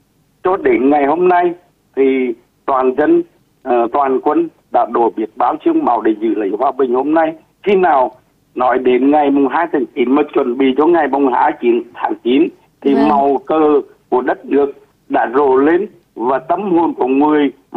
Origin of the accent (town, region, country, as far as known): Nghệ An, Vietnam; born or raised there